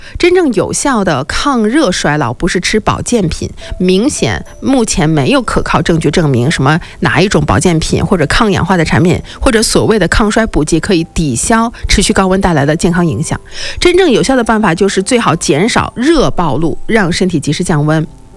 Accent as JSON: {"language": "Chinese", "region": "Inner Mongolia", "country": "China", "tie": "born or raised there"}